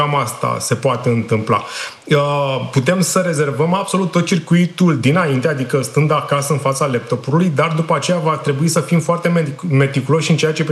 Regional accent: Romania; aici avem noi, ca români, avem și un alt avantaj

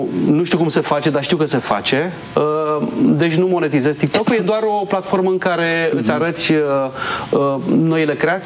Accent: Baia Mare, Maramureș County, Romania; moved away as an adult; also born or lived in Sălaj; now in Bucharest, Romania; M-am născut în Sălaj, am copilărit în Maramureș și în Baia Mare și la 18 ani m-am mutat în București.

